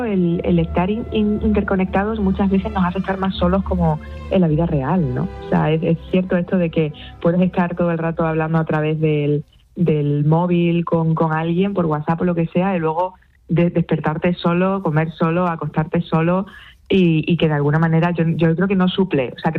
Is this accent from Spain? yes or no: yes; Extremadura, Spain; Y a mí me gusta mucho mi tierra, me gusta estar con mis amigas de allí, con mis abuelos, con mis tíos, con mis padres, con mi mascota. Y voy, la verdad, que siempre que puedo, que no suele ser muy a menudo, porque por desgracia también las comunicaciones que tenemos en Extremadura son complicadas